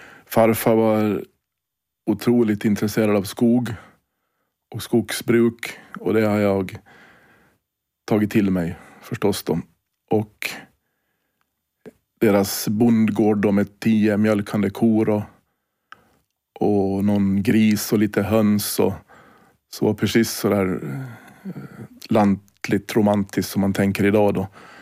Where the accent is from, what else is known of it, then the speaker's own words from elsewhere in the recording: Mariehamn, Åland Islands; och jag är uppväxt i Mariehamn.